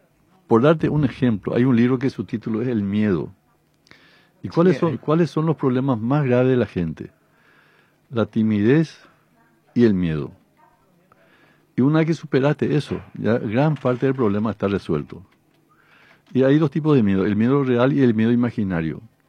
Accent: Piribebuy, Cordillera, Paraguay; Soy de Piribebuy.

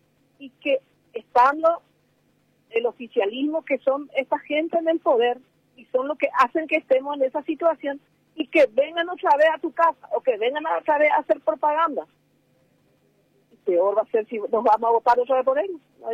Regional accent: Paraguay; nuestros ojos constan como paraguayos

